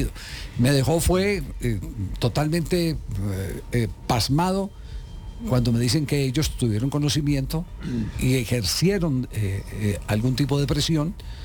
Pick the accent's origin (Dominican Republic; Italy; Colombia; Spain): Colombia; Caldas